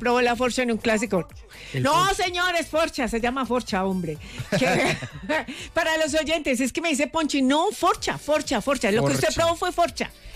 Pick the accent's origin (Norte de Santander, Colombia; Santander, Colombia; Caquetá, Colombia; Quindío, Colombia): Quindío, Colombia; Calarcá; de Calarcá, Quindío, mi tierra.